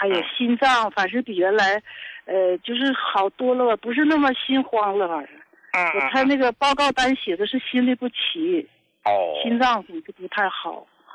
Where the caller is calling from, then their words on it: Qiqihar, Heilongjiang, China; 我是黑龙江的，那啥，齐齐哈尔的，71岁了。